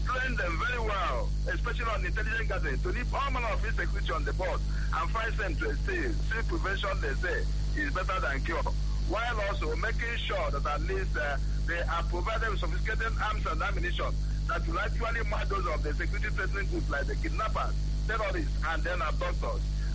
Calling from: Imo, Nigeria; I'm calling from Aaron Lizog in Imo State.

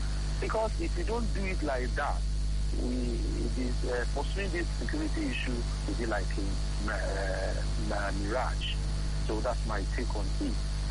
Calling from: Ondo, Nigeria; I'm calling you from Ondo State.

